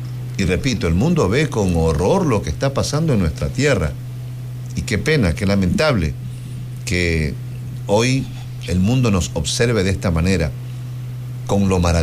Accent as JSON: {"language": "Spanish", "country": "Ecuador", "said": "Y ahí también estamos nosotros los ecuatorianos."}